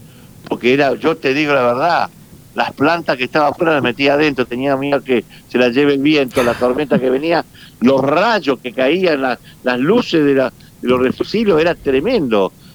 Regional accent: Santa Fe, Argentina; soy de Santa Fe. Bueno, Rosario.

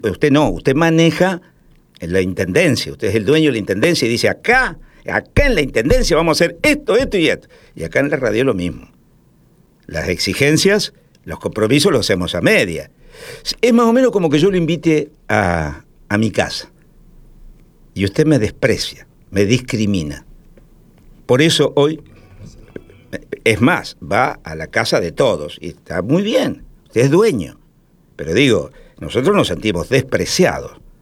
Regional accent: Santa Fe, Argentina; es nuestro mejor deseo como santafesino

